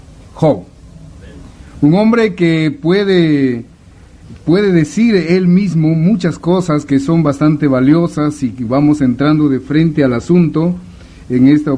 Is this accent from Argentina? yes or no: no; Cajamarca, Peru; yo quería ir a mi pueblo a ser un misionero. Y siempre yo me compré un sello, se entiende lo que es sello, ¿verdad? Ya para sellar documentos. Y decía, mi sello decía, misionero a Cajamarca. Cajamarca es un departamento de Perú, al norte. Y yo soy cajamarquino.